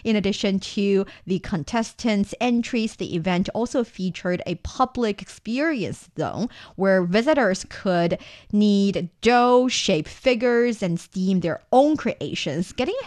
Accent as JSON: {"language": "English", "region": "Shanxi", "country": "China", "tie": "born or raised there", "said": "in my hometown, Shanxi province, we make hua mo"}